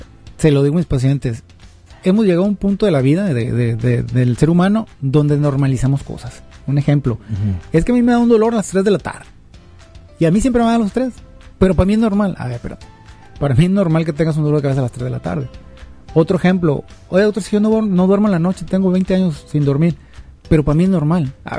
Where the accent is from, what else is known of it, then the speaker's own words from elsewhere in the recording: Mexico; Me empieza a doler el pecho, ahorita se me va a quitar, como buen mexicano, me tomo un paracetamol